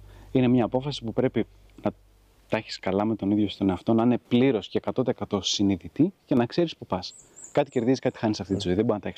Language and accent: Greek; Athens, Attica, Greece; Όχι, δεν είχα χωριό. Μεγάλωσα στο κέντρο τη Αθήνα.